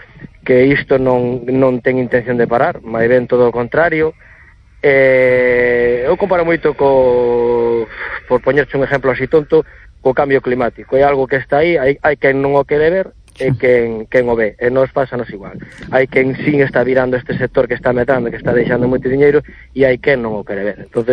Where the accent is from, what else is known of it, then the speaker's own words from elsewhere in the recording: Redondela, Galicia, Spain; Por eu son de Redondela, saímos hacia mellora hacia Porto Novo, Grove